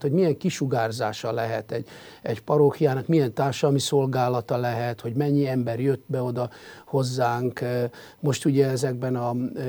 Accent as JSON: {"language": "Hungarian", "town": "Tengelic", "region": "Tolna", "country": "Hungary", "tie": "born or raised there", "said": "A történet ugye valaholnan Tolna megyéből indul el."}